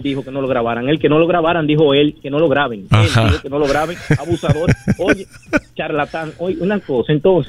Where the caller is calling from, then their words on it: Herrera, Santo Domingo, Dominican Republic; de Herrera